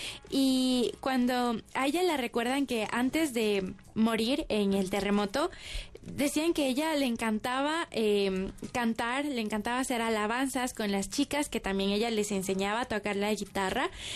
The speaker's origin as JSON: {"language": "Spanish", "country": "Ecuador", "said": "nosotros como ecuatorianos mismo somos muy bendecidos"}